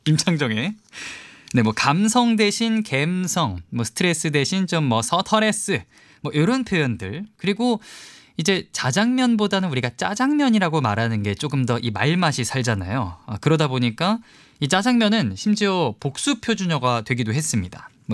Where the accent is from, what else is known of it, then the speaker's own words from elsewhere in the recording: Seoul, South Korea; 제가 뭐 고향은 서울이지만 뭐 고향과 관계없이 어설픈 사투리가 또 막 툭툭 나올 수가 있습니다.